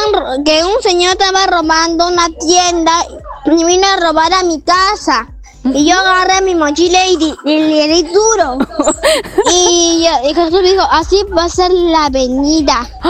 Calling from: Lurín, Lima, Peru; de Lurín.

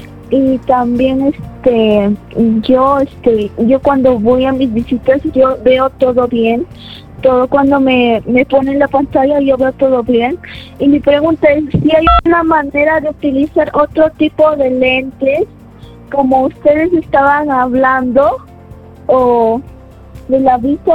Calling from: Cerro de Pasco, Pasco, Peru; Yo les llamo desde Cerro de Pasco.

